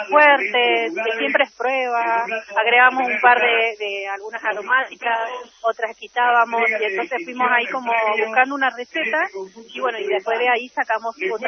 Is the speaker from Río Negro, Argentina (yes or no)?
yes; Pomona, Río Negro, Argentina; nosotros somos de Pomona, en la parte de la chacra, utilizamos hierbas y raíces, cortezas, todo de la zona